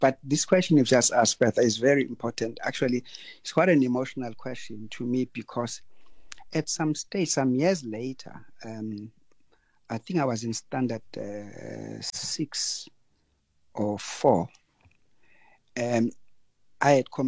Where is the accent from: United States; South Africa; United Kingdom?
South Africa; Durban, KwaZulu-Natal; I come from Umlazi Township.